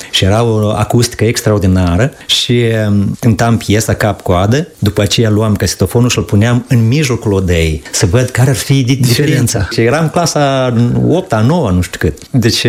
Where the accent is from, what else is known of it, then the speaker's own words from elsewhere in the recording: Vâșcăuți, Orhei District, Moldova; sunt de la Vâșcăuți Orhei, pe malul Nistrului, acolo am crescut